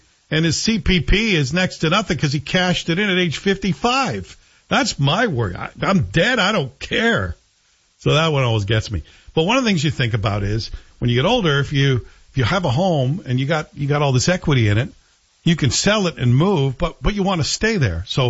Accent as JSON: {"language": "English", "town": "Coatbridge", "region": "Scotland", "country": "United Kingdom", "tie": "born or raised there", "moved": "yes", "said": "I grew up in Town Head, Cope Ridge."}